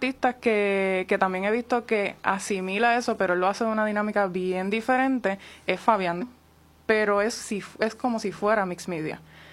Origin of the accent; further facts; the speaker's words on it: Quebradillas, Puerto Rico; Orgullosa de Quebradillas.